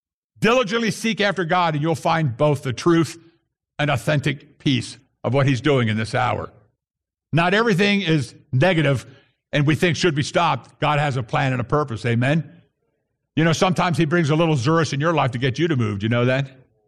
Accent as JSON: {"language": "English", "country": "United States", "said": "as an American"}